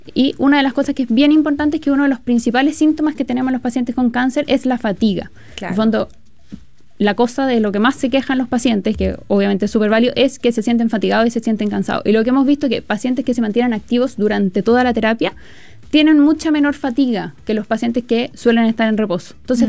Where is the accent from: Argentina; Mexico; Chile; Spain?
Chile; algo culturalmente como chilenos lo tenemos súper incluido